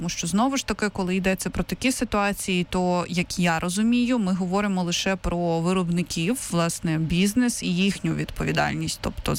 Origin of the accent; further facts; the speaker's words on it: Kyiv, Ukraine; Ну, принаймні, знову ж таки, я як киянка не бачу цього наразі в магазинах.